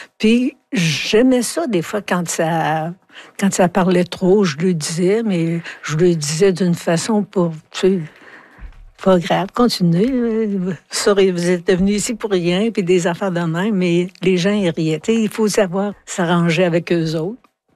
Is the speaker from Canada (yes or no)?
yes; Quebec, Canada